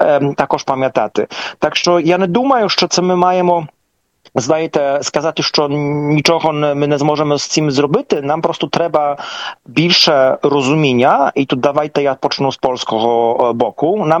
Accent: Poland; ми поляки

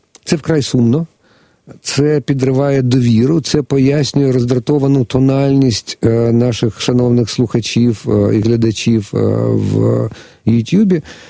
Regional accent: Kyiv, Ukraine; Я як киянин

